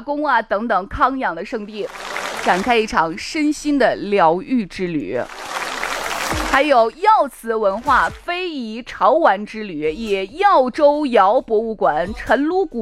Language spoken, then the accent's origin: Chinese; Shaanxi, China; 这就是我们陕西人。